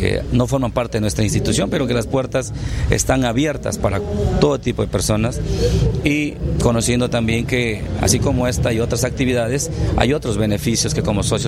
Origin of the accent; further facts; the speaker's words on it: Lamas, San Martín, Peru; moved away; yo soy natural de Lamas, pero ya vivo fuera de la ciudad por muchos años